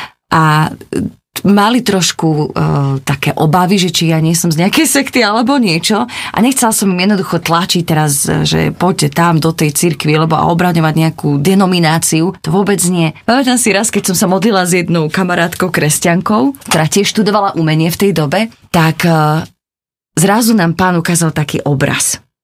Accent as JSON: {"language": "Slovak", "region": "eastern Slovakia", "country": "Slovakia", "said": "Prebač, mimo. Ja som tiež z východu."}